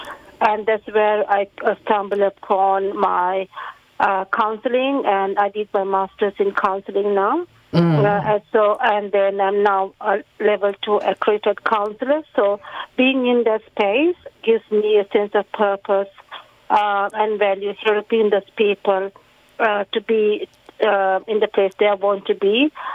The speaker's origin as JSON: {"language": "English", "country": "Sri Lanka", "moved": "yes", "lives_now": "Canberra, Australia", "said": "Yes, so my background is I'm from Sri Lanka, so I came over 30 plus years ago."}